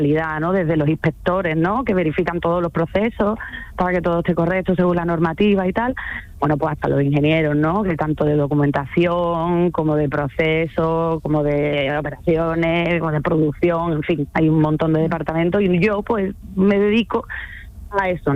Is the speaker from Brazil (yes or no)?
no; Seville, Andalusia, Spain; Nosotros somos, sí … nosotros somos de aquí de Sevilla, sí.